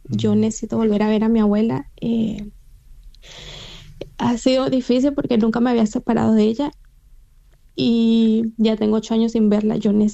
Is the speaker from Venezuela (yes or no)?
yes; La Guaira, Venezuela; Caribe, claro, yo nací ahí cerquita de la playa, yo soy de La Guaira y ahí tenía